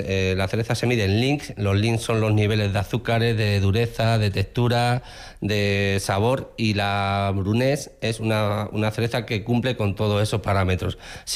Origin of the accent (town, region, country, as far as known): Extremadura, Spain